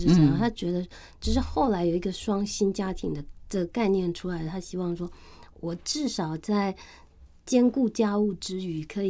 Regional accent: Changhua County, Taiwan; 我是彰化人。

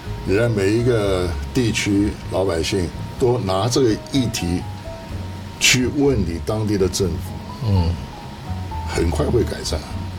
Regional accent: China; 对啊，我们中国人叫以民为本吧？

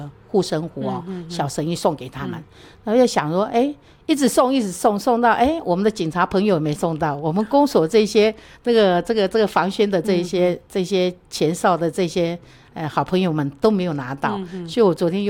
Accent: Shulin, New Taipei, Taiwan; 树林是我的故乡

